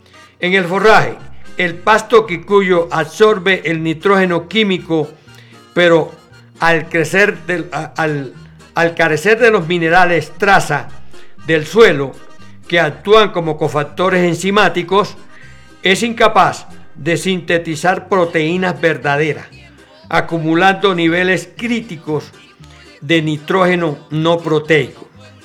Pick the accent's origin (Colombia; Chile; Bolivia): Colombia; Cesar; me refiero al Cesar porque es mi tierra y yo viví en carne propia lo que es el impacto de los químicos.